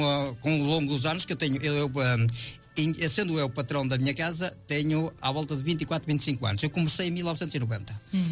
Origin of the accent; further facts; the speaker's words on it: Portugal; nem em Eiriche, da minha terra